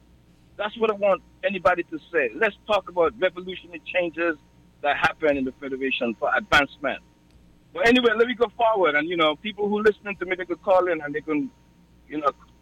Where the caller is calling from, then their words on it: Nevis, St. Kitts & Nevis; being that I'm from Nevis